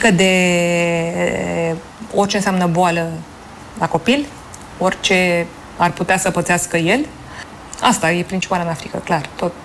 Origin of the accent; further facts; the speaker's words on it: Bucharest, Romania; deși eu am fost bucureștean, că m-am născut în București, am trăit în București, eu am simțit că am aparținut mai mult acelui loc.